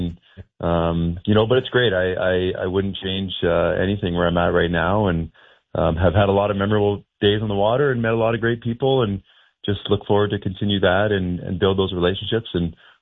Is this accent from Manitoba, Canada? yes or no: no; Peterborough, Ontario, Canada; I grew up around Peterborough with a ton of lakes around there